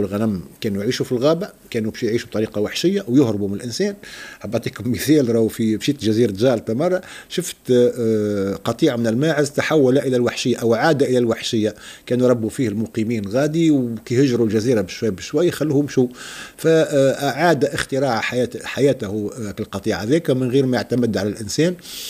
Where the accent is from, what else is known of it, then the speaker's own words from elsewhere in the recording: Tunisia; عندنا في تونس